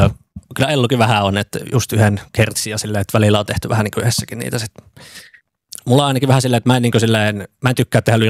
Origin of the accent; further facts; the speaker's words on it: Kokkola, Central Ostrobothnia, Finland; moved away; Joo, että tosiaan Kokkolastahan ollaan kotoisin alun perin ja sitten ollaan tänne muutettu opiskelemaan.